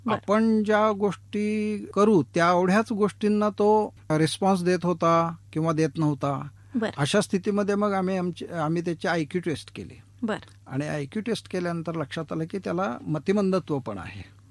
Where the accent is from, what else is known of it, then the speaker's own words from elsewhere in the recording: Panger, Karnataka, India; आमचं मूळ गाव निपाणी जवळ एक छोटं खेडं आहे पांगेर म्हणून. कुटुंब पण नसतील त्या ठिकाणी, इतकं छोट्या गावातनं आम्ही आलेलो आहोत.